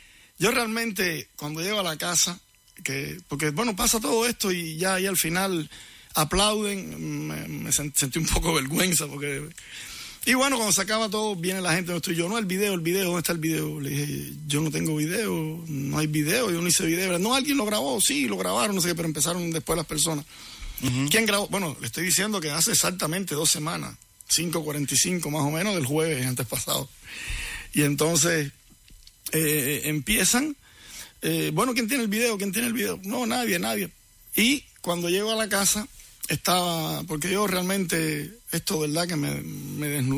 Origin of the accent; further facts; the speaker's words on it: Cuba; moved away; Yo salí de Cuba muy, muy, muy herido, muy disgustado, porque fueron muchos años... tratando de ser sincero, trabajando, sin lograr nada.